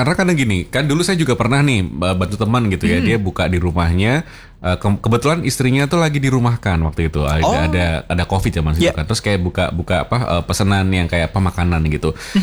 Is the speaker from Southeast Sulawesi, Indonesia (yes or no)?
no; Semarang, Central Java, Indonesia; Saya orang Banyumanik akan nyarinya di Tembalang sih Mas.